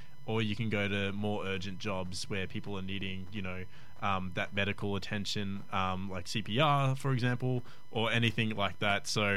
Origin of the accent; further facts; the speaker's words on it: Cairns, Queensland, Australia; born and raised in Cairns, grew up here.